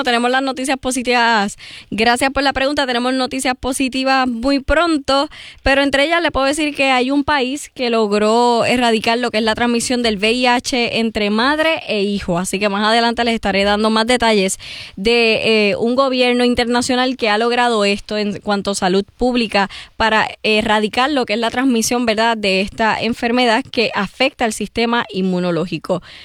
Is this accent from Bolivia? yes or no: no; Puerto Rico; creo que el optimismo dentro de las circunstancias siempre es algo que nos distingue como boricuas